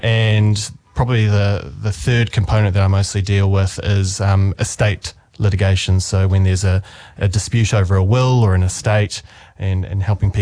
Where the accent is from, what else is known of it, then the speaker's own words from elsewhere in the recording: Christchurch, Canterbury, New Zealand; also born or lived in Dunedin; Yes. So I grew up in Christchurch originally. And then after high school, I ventured even further south to Dunedin, to Otago University to study law there.